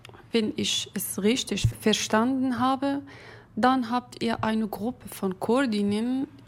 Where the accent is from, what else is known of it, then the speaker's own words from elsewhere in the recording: Rojava, Syria; moved away as an adult; now in Germany; ich komme aus Rojava und bin seit 3 Jahren in Deutschland.